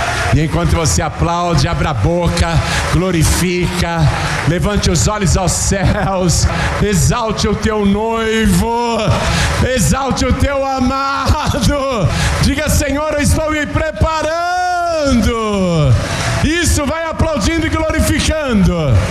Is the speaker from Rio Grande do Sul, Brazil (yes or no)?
no; São Paulo, Brazil; nem em São Paulo a gente fala bodas, né? Essa italianada que tem aqui em São Paulo influenciou, a gente fala bodas do cordeiro em São Paulo.